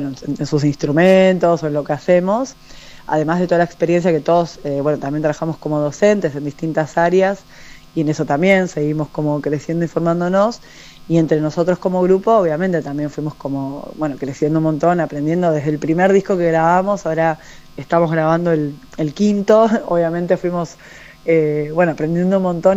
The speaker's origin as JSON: {"language": "Spanish", "region": "Buenos Aires metropolitan area", "country": "Argentina", "said": "Somos de Buenos Aires, de distintos barrios de Capital y de Gran Buenos Aires. Pero sí, todos acá del AMBA, digamos."}